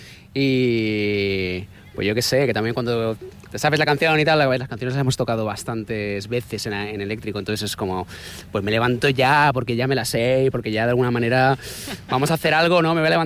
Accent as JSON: {"language": "Spanish", "town": "Valencia", "region": "Valencian Community", "country": "Spain", "said": "Bueno, venimos de Valencia, la sobremesa ahí, pues después de la paella, ya sabes"}